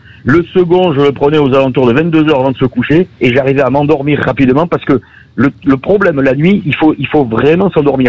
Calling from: Oloron-Sainte-Marie, Nouvelle-Aquitaine, France; J'habite à Oloron-Sainte-Marie, dans le Béarn.

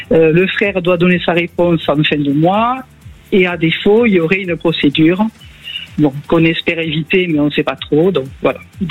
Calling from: Occitanie, France; Moi, je vous appelle de l'Hérault.

